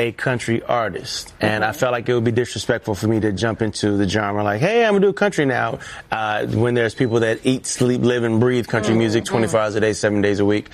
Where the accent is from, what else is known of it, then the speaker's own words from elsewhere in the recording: Las Vegas, Nevada, United States; I grew up, did a lot of my growing up in Las Vegas